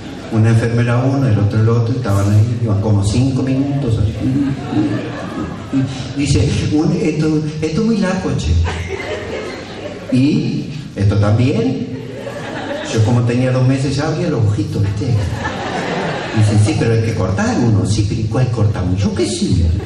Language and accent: Spanish; Paso de los Toros, Tacuarembó, Uruguay; me saqué la gana de decir que soy de Tacuarembó. Yo soy nacido en Paso de los Toros.